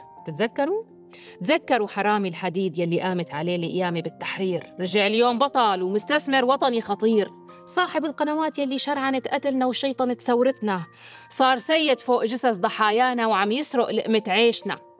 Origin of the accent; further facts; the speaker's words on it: Syria; كلنا كسوريين